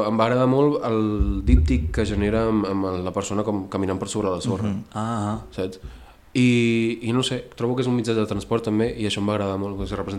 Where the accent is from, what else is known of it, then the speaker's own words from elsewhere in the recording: L'Arboç, Catalonia, Spain; jo no soc de Tarragona, ja dic Tarragona per tal, però soc un poble petitó de 5.000 habitants de l'Arboç